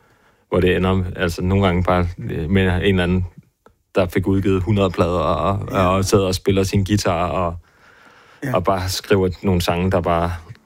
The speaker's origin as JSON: {"language": "Danish", "town": "Svendborg", "region": "Region of Southern Denmark", "country": "Denmark", "said": "Jamen, altså, jeg er fra Svendborg, og den handler ligesom bare... Det er sådan meget en melodi, for sådan, hvad, altså, hvor jeg er fra."}